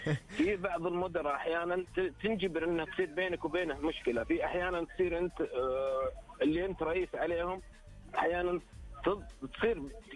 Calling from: Riyadh, Riyadh Province, Saudi Arabia; انا اكلمك من الرياض.

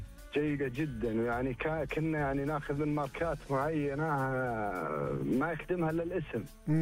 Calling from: Saudi Arabia; عندنا في السعودية

